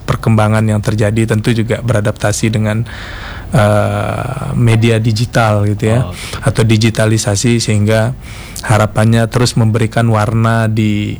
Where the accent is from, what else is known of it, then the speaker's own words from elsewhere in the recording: Bangli, Bali, Indonesia; Karena kebetulan asal saya dari Bangli gitu.